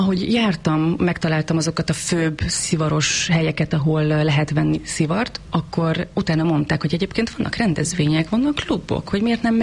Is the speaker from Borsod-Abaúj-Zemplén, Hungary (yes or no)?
yes; Borsod-Abaúj-Zemplén, Hungary; Én borsodi lány vagyok egyébként.